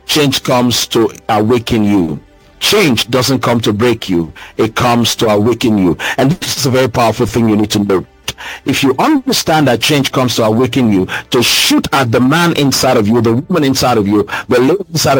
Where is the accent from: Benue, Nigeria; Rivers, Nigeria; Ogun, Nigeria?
Rivers, Nigeria; I'm from River State